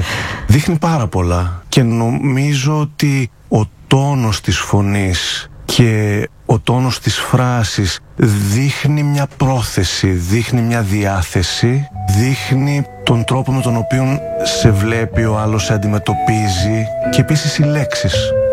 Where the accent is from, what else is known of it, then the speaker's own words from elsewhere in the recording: Kompoti, Epirus, Greece; born there; also born or lived in Menidi, Aetolia-Acarnania; Γεννήθηκα στο Κομπότι Άρτας. Είναι ένα χωριό γύρω στα 6-7 χιλιόμετρα πριν από την Άρτα. Τα πρώτα μου σχολικά χρόνια ήταν σε ένα άλλο χωριουδάκι δίπλα στο Κομπότι